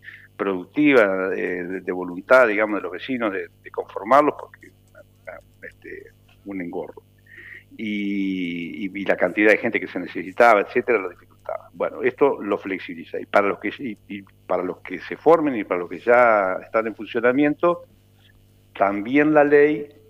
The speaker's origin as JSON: {"language": "Spanish", "town": "Larroque", "region": "Entre Ríos", "country": "Argentina", "tie": "born there", "said": "en mi caso nací en La Roque cuando hace añares, claro, y hoy en La Roque casi no hay larroquense, digamos."}